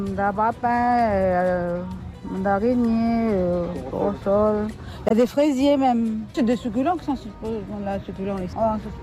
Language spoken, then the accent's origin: French; Païta, South Province, New Caledonia; Je viens de Païta, et un peu de tout, il y a des arbres fruitiers aussi.